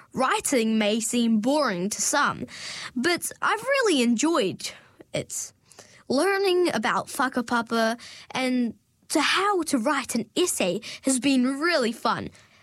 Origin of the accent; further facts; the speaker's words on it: Nepal; first language Nepali; English is a second language; now in Dunedin, New Zealand; My mother tongue is Nepal, which is the language I feel most comfortable and confident speaking. At home, I speak only Nepali